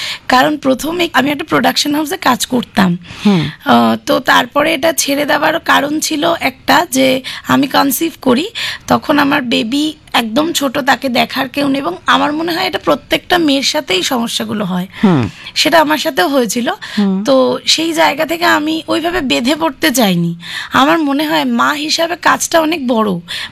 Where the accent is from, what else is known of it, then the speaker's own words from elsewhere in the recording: Durganagar, West Bengal, India; আমি দুর্গানগর থেকে এসেছি।